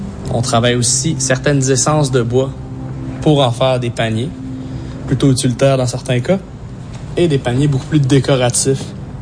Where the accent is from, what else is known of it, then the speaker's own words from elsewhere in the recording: Wendake, Quebec, Canada; je suis Wendat, je viens de Wendake et j'appartiens au clan du Loup.